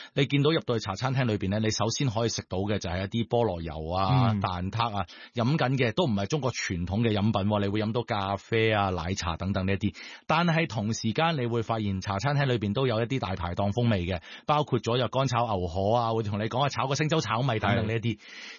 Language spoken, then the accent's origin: Cantonese; Hong Kong; 我哋香港人